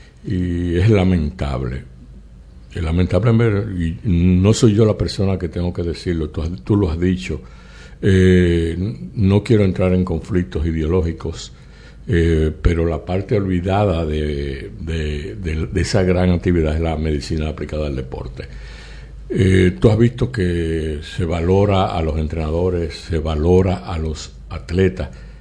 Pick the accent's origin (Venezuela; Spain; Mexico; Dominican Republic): Dominican Republic; La Vega